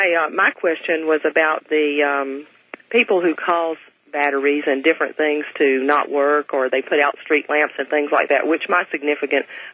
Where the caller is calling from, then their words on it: Atlanta, Georgia, United States; from Atlanta, Georgia.